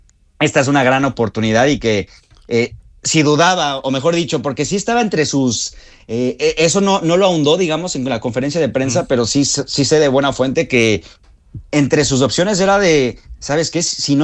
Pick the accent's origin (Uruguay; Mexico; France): Mexico; Hasta me pone, pues como mexicano, me llena de orgullo